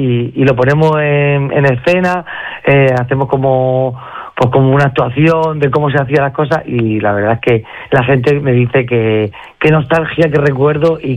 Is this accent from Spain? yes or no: yes; Yecla, Region of Murcia, Spain; yo que vengo de Yecla, que es una zona que está al norte de Murcia, muy cerca de Valencia